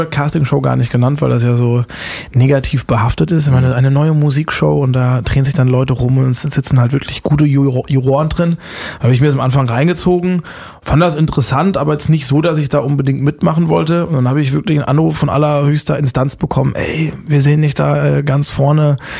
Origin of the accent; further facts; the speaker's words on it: Busenbach, Baden-Württemberg, Germany; Aber jetzt bei mir, meinem Heimatdorf, ist es natürlich...